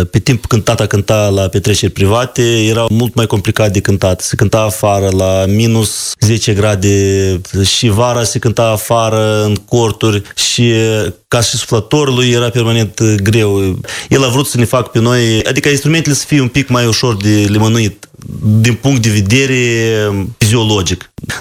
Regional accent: Bălți, Moldova; born there; Noi ne-am născut în Bălți, dar originile se trag din satul Grinăuți, raionul Rășcani, este la 10 km de orașul Bălți.

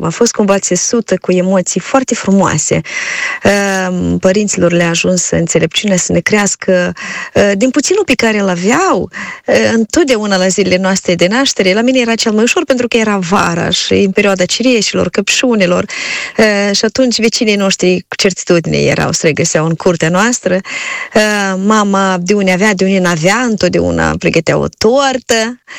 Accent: Șoldănești, Șoldănești District, Moldova; eu sunt din Șoldănești, nu satul Glegeni, dar chiar din Șoldănești.

